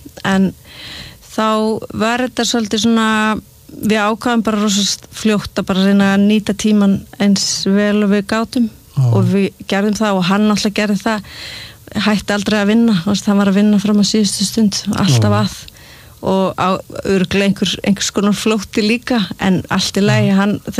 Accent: Seltjarnarnes, Capital Region, Iceland; also born or lived in Reykjavík; Já, ég ólst upp á Seltjarnarnesi þar til ég var 12 ára og svo flutti í vesturbæinu.

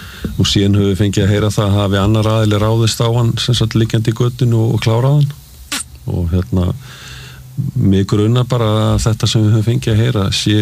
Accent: Reykjavík, Capital Region, Iceland; Ég alveg upp í Reykjavík

